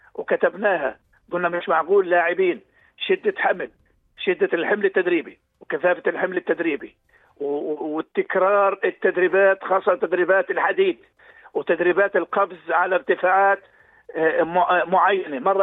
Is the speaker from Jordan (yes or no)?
yes; Jordan; عندنا إحنا في بلدنا الأردن